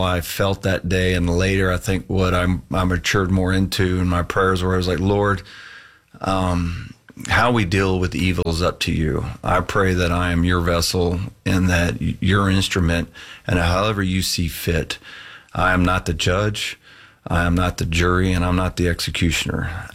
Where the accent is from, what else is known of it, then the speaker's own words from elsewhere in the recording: Boone, North Carolina, United States; You know, I'm a Southern boy, and so I'm very thankful I grew up in Boone, North Carolina.